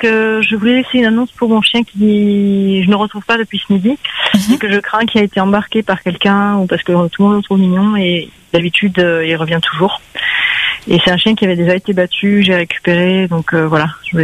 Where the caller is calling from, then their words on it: Saint-Leu, Réunion; Alors j'habite à Colimaçon.